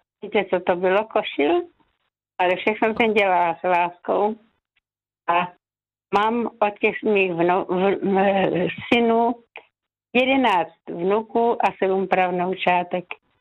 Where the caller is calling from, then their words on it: Znojmo, South Moravian Region, Czechia; jsem posluchačka ze Znojma z penzionu u Kauflandu